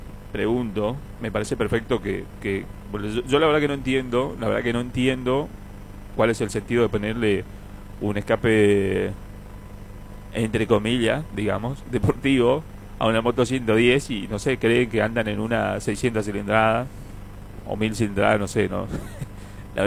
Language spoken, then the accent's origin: Spanish; Alvear, Corrientes, Argentina; moved away; Hoy se va a Alvear, a mi pueblo.